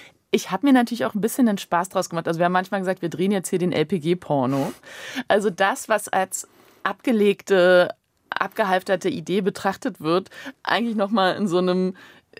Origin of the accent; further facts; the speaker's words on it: Berlin, Germany; also born or lived in Mecklenburg; Ich bin zwar Berlinerin, aber ich bin auch Mecklenburgerin. Wir sind eben immer gependelt auf die Datsche.